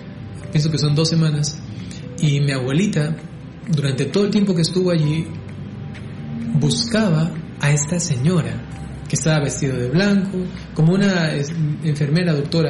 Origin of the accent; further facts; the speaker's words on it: Santo Domingo, Santo Domingo de los Tsáchilas, Ecuador; born there; Yo nací en Santo Domingo.